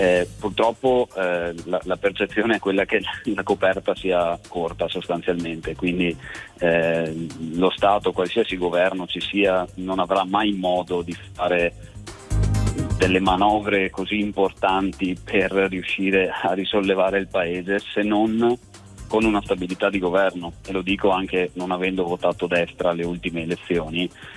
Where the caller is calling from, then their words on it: Veneto, Italy; Chiamo dalla provincia di Treviso.